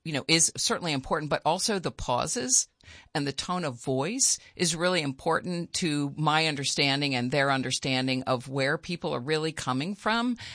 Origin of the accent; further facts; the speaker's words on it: Delaware, United States; I grew up here in Delaware, but I have lived in other places.